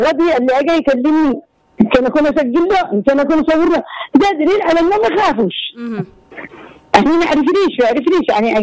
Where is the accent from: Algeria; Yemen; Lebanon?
Yemen; احنا كعرب او كيمني